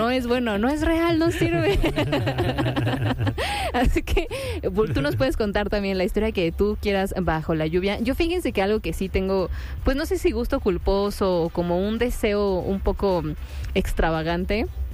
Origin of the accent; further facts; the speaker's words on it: Mexico; ya como mexicanos lo tomamos de broma